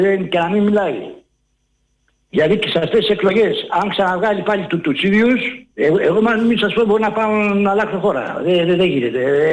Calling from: Athens, Attica, Greece; από τα Πατήσια.

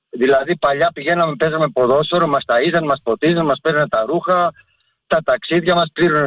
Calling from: Ilioupoli, Attica, Greece; είμαι από την Ηλιούπολη.

